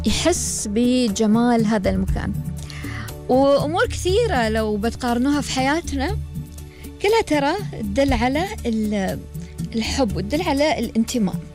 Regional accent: United Arab Emirates; في الإمارات، سواء في يعني نحن الإماراتيين أو المقيمين

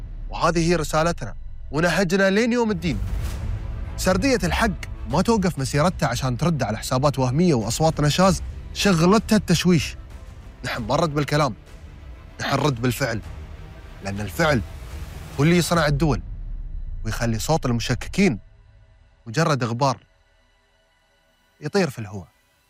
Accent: United Arab Emirates; عندنا في الإمارات

